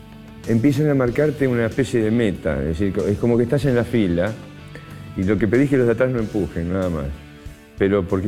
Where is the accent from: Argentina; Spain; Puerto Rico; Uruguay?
Argentina; Como representante argentino, claro.